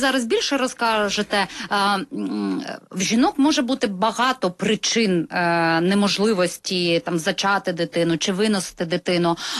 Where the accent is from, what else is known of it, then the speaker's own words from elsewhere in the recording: Kyiv, Ukraine; От те, що, зокрема, ми, кияни, переживаємо там 4 цих роки, уже 5